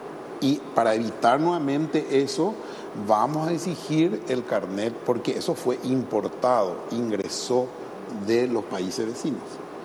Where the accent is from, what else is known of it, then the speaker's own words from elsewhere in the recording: Paraguay; La satisfacción de sentir en primer lugar como paraguayo, ¿verdad?